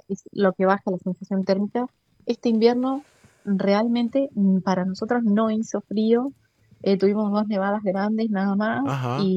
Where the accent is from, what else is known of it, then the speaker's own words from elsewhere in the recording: Corrientes, Argentina; now in Punta Paraná, Tierra del Fuego, Argentina; Yo soy correntina y bueno, desde el año 95 que estoy por acá por la zona.